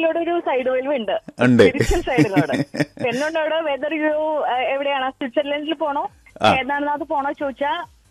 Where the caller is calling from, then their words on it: Kochi, Kerala, India; ഞാൻ കൊച്ചി.